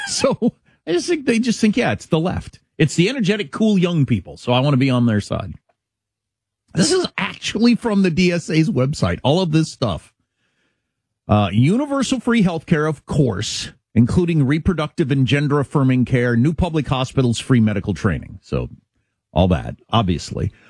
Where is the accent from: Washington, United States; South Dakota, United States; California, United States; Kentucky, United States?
South Dakota, United States; Sorry, I'm from South Dakota.